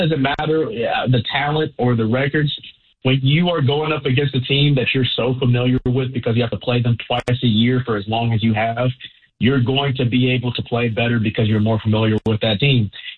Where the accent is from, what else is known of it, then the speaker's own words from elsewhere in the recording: Alabama, United States; I'm from Alabama.